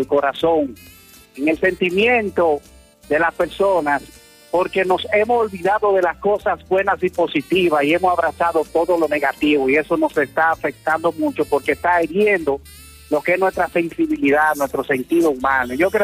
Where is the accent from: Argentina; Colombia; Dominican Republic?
Dominican Republic; Moca, Espaillat; mi pueblo, nuestra gente de Moca